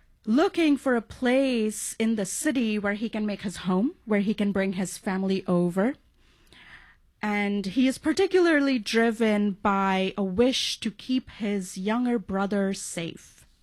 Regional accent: India; You know, growing up in India, class difference was so apparent to me

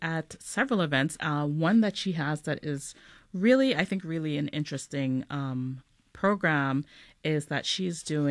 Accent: Trinidad & Tobago; for every child growing up in Trinidad, you know, we remember this.

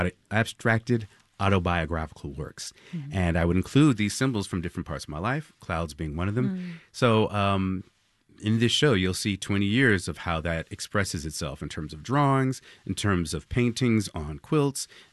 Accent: Los Angeles, California, United States; And even before that, as a teenager growing up in Los Angeles, I was a graffiti artist.

